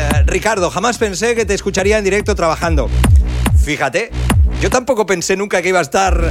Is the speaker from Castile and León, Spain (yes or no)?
no; Catalonia, Spain; moved away; vivíamos en La Verneda. ¡Venga! Al fin y al cabo, yo soy del Besós. Estoy al lado. Estaba al lado.